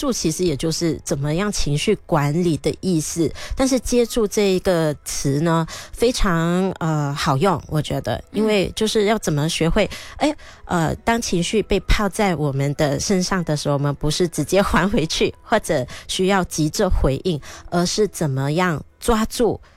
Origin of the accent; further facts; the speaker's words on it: Malaysia; 我们马来西亚人会比较常用这样的情绪去调整自己